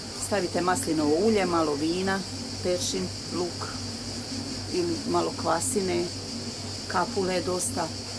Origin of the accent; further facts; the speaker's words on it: Drniš, Šibenik-Knin County, Croatia; born there; now in Solin, Croatia; Živim u Solinu, ja sam rođena u Drniš, krajina Drniš. To je najbolji dio vlaške krvi.